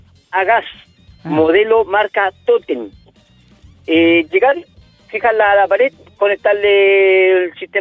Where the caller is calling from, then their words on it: Hualpén, Biobío, Chile; De Los Altos de Hualpén.